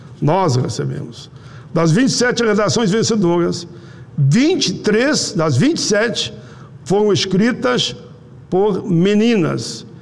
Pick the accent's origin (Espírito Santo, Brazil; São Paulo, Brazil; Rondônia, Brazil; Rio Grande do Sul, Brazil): Rio Grande do Sul, Brazil; eu, como gaúcho